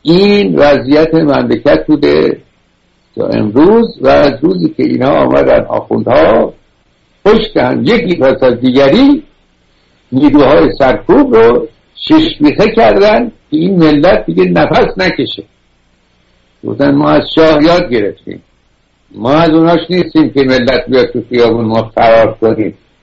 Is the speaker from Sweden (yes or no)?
no; Iran; ما که ایرانی هستیم، دمیان 2000 و فلان قد مدنیت داریم، پس چرا ما ذلیل شدیم، کشورمون از دست دادیم و اینها؟